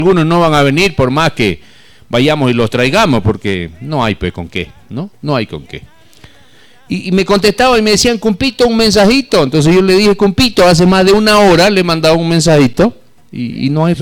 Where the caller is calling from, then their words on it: Vallegrande, Santa Cruz, Bolivia; yo considero, como vallegrandino, como cruceño, como boliviano